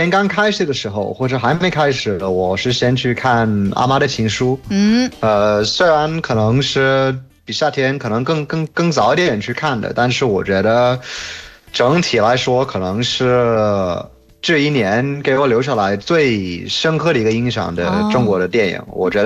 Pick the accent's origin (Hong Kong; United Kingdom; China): United Kingdom; Chinese is a second language; Hey everyone … from the UK。 大家好，我是来自英国的